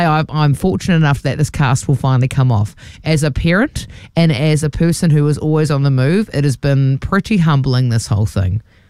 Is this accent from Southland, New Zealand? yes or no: no; Dargaville, Northland, New Zealand; There'll be Kumaras. I'm from Dargaville.